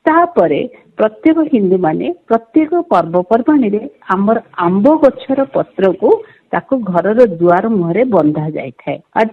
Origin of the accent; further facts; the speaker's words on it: Odisha, India; ଆମେ ଓଡ଼ିଆ ଘର ହଉ, ଆମର କ'ଣ ହେଇଛି ନା 12 ମାସରେ 13 ପର୍ବ ପାଳନ କରୁଛୁ